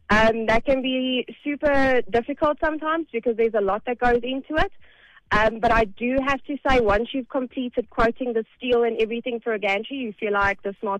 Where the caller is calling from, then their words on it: Benoni, Gauteng, South Africa; But I'm calling from Benoni in Joburg.